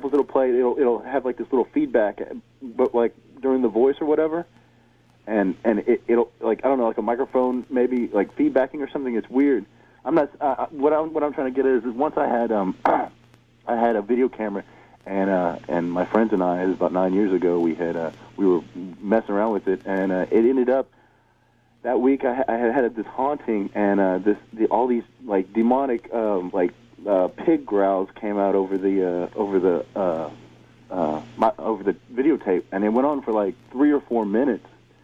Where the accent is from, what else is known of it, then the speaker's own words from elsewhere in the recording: Houston, Texas, United States; I'm from Houston, Texas.